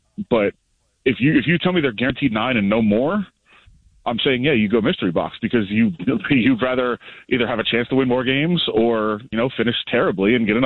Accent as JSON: {"language": "English", "region": "Michigan", "country": "United States", "tie": "born or raised there", "moved": "yes", "lives_now": "Las Vegas, United States", "said": "I'm in my home state of Michigan. But it is the wrong side of the state. Western part of Michigan, not my neighborhood. So this is a new experience for me, but Eastern Michigan is more my speed."}